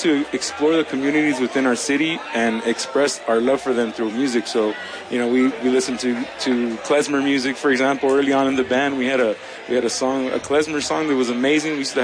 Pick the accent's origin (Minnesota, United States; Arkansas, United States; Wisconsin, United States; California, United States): California, United States; Los Angeles; we grew up in Los Angeles, and there's so much diversity of communities in Los Angeles.